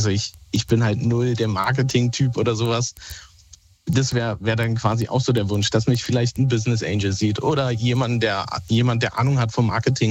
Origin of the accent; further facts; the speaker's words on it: Berlin, Germany; wir wohnen halt in Bayern und ich bin ursprünglich Berliner.